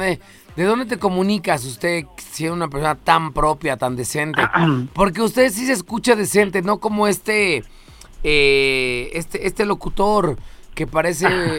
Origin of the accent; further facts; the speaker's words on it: Puebla, Mexico; also born or lived in San Nicolás de los Ranchos, Puebla; soy de Clavijero